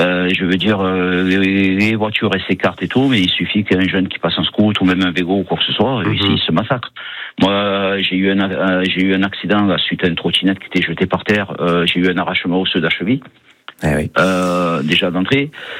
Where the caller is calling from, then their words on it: Marseille, Provence-Alpes-Côte d'Azur, France; moi j'habite au Saint-Marguerite. Donc quand vous descendez direction Dromel, quoi.